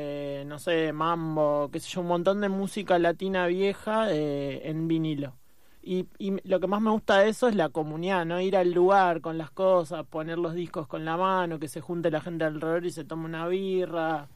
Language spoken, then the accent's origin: Spanish; San Francisco Solano, Buenos Aires Province, Argentina; hace unos cuantos años, yo vivía en Solano, soy de Solano, de San Francisco Solano